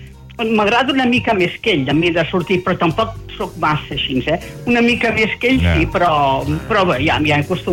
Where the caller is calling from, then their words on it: Molins de Rei, Catalonia, Spain; Jo som d'aquí, Molins de Rei.